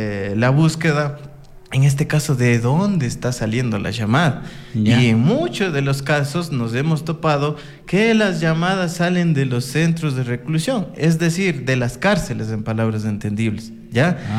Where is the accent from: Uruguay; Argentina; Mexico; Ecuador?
Ecuador; Cajabamba, Chimborazo; De Colta, correcto, de Cajabamba. Yo soy oriundo de Cajabamba.